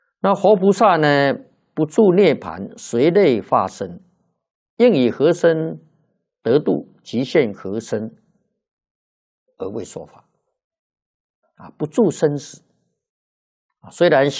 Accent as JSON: {"language": "Chinese", "country": "China", "said": "释迦佛在古印度示现的寿命是79岁，我们中国人算了是虚岁80岁"}